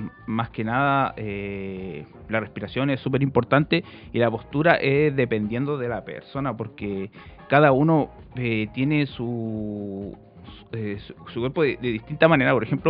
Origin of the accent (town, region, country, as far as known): Chile